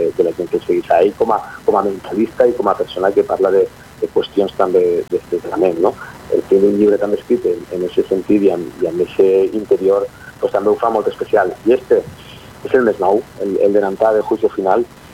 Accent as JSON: {"language": "Catalan", "town": "Oliva", "region": "Valencian Community", "country": "Spain", "said": "a la gent del meu poble a disfrutar que ja comencen les festes del Ribollet, la nostra patrona."}